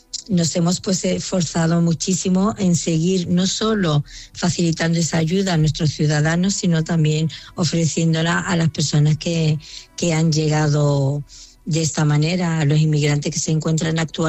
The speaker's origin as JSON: {"language": "Spanish", "region": "Ceuta", "country": "Spain", "said": "encontrado con personas cuando he viajado por el resto de la geografía española en la que al decir que soy de Ceuta, pues me han preguntado si había camellos por la calle o incluso elefantes."}